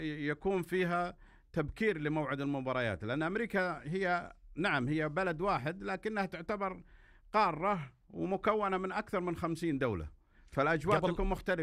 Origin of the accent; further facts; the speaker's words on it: Riyadh, Riyadh Province, Saudi Arabia; اللي كان العام الماضي عندنا في الرياض